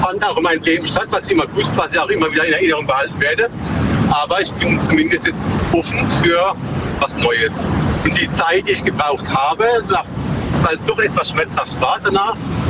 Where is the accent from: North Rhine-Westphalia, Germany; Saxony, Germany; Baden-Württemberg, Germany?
Baden-Württemberg, Germany; Bruchsal; Aus der Nähe vom Bruchsal.